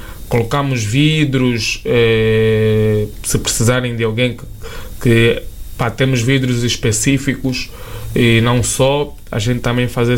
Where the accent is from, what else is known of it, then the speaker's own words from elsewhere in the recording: Angola; moved away; eu sei que quando eu saí de Angola, eu saí de lá e prometi para mim mesmo que eu, quando voltasse aqui, eu tenho de ser o melhor empresário que existe em Angola.